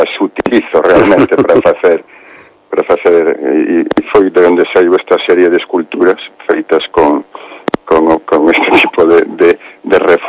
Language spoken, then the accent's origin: Galician; Ourense, Galicia, Spain; also born or lived in Mexico; Sí, son ourensán e nací en México porque, bueno, son fillo da emigración, muy frecuente que aquí en Ourense, ¿no?